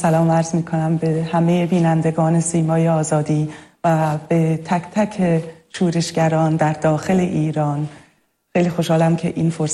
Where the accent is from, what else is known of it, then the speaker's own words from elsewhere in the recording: Switzerland; خودم در سوئیس به دنیا اومدم و بزرگ شدم، یعنی ایران رو تا حالا هم هیچ ندیدم